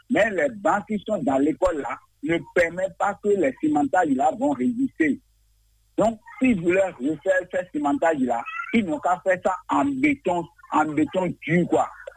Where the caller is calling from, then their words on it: Benin; J'appelle depuis Tifadi